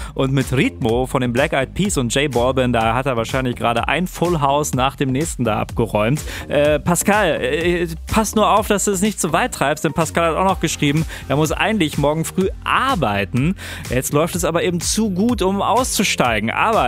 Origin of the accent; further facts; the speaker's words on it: Bielefeld, North Rhine-Westphalia, Germany; Da gab es auch immer einen Edward aus meiner Heimatstadt Bielefeld, der hat immer regelmäßig geschrieben.